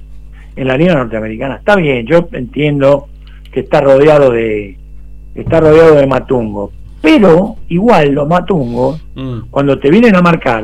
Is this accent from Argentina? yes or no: yes; Argentina